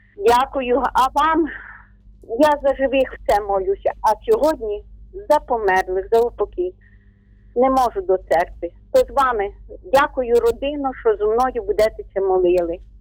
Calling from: Ternopil Oblast, Ukraine; ми з України

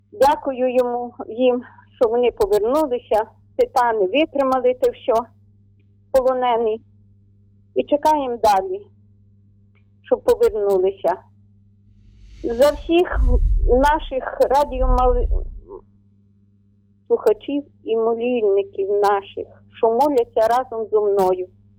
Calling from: Ternopil Oblast, Ukraine; Ми з України. Тернопільщина. Село. Дуже гарне.

